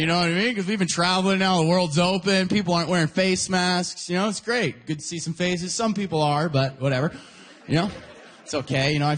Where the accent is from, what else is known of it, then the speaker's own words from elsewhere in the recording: Alberta, Canada; now in Ontario, Canada; I lost 3 friends just because I'm from Alberta.